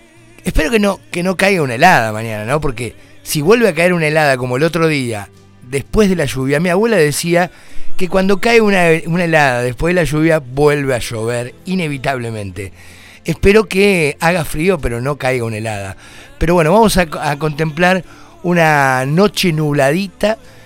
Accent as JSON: {"language": "Spanish", "country": "Argentina", "said": "ustedes saben cómo somos todos los argentinos. Los argentinos somos..."}